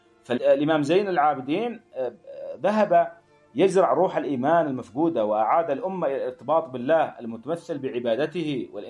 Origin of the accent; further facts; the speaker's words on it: Yemen; عندما يعتقدون دم حلية دمائنا نحن كيمنيين